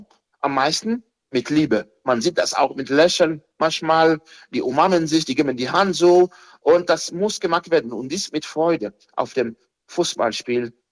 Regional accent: Dominican Republic; Oder in der Karibik, Haiti, Domrep, also mein Heimatland, leben die Menschen ihren Glauben anders.

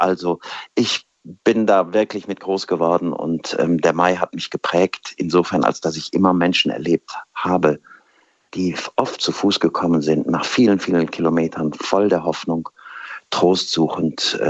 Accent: Kevelaer, North Rhine-Westphalia, Germany; Damit bin ich groß geworden, das wurde schon gesagt, in Kevela. Und eigentlich hat mich das in meiner Jugend ein bisschen genervt, weil ich bin an der Hauptstraße groß geworden.

